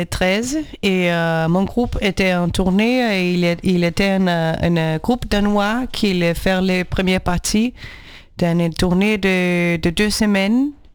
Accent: Brazil; French is a second language; moved away; Je suis brésilienne.

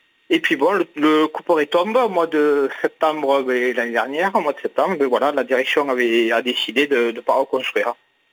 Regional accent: South-West France, France; accent: south-western; du sud-ouest.

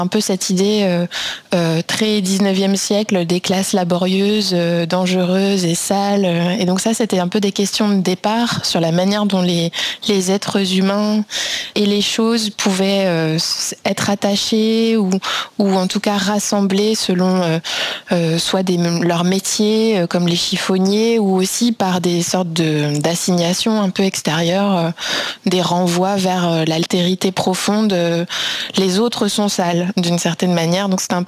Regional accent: France; Mais au départ, je suis française et j'ai un parcours de sciences sociales au sens large

